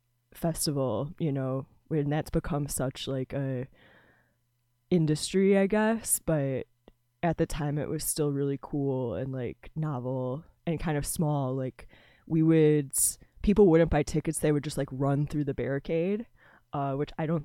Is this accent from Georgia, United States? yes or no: no; Chicago, Illinois, United States; I'm from Chicago